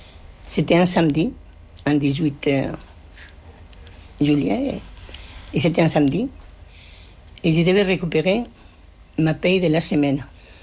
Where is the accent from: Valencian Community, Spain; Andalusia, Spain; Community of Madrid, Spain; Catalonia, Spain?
Community of Madrid, Spain; Madrid; French is a second language; moved away as an adult; now in Paris suburbs, France; Je suis née à Madrid, dans une famille de 11 enfants. C'est moi l'aîné. Moi, je continue à dire que c'était des familles des immigrés espagnols, puisque mes parents, ils venaient d'une région